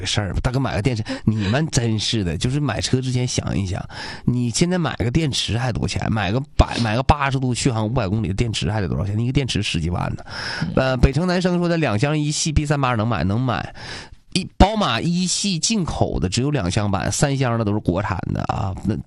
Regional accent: China; 其实咱们中国人骨子里还是比较善战。

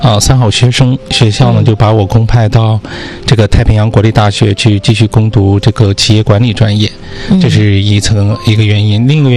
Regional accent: Heilongjiang, China; 再一个，我们老家那边也有一定的一个地域优势，黑龙江嘛，它与俄罗斯的这个接壤，这个边境线也很长，所以说从小也是有这样的一个影响和熏陶的。

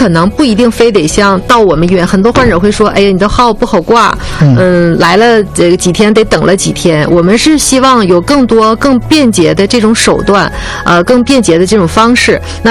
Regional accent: Northeast China, China; accent: Northeastern; 用我们东北话说，

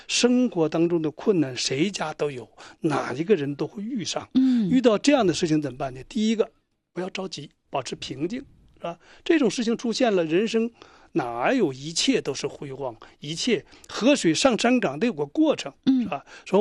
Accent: Inner Mongolia, China; moved away; 与我过去出生过的那片土地呼伦贝尔高原，大兴安岭的崇山峻岭，与那个环境有关系。我从小就是在那里长大的。

